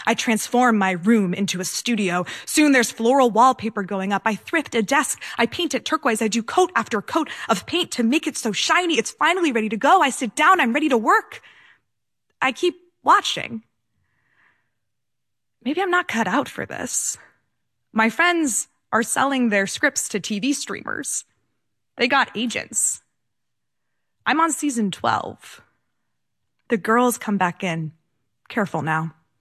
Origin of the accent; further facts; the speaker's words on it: California, United States; it kind of looks like where we grew up in California.